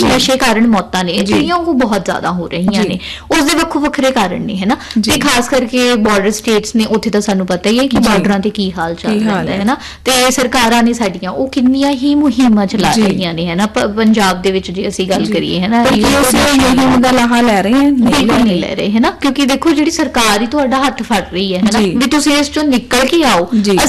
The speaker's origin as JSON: {"language": "Punjabi", "region": "Punjab", "country": "India", "said": "ਅਸੀਂ ਪੰਜਾਬੀ ਹਾਂ"}